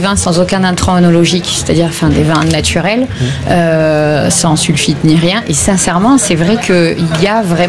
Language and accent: French; Avignon, Provence-Alpes-Côte d'Azur, France; parce que moi je suis d'Avignon en fait